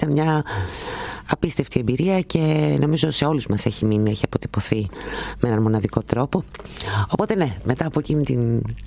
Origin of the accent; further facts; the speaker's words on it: Greece; also born or lived in Germany; γεννήθηκα στη Γερμανία, βασικά από Έλληνες γονείς. Έμεινα πολύ λίγο καιρό εκεί, δηλαδή σε ηλικία περίπου 3,5 ετών οι γονείς μου επέστρεψαν, οπότε δεν έχω έτσι αναμνήσεις από τη Γερμανία, αλλά κυρίως δηλαδή εδώ μεγάλωσα, εδώ πήγα σχολείο, εδώ όλα.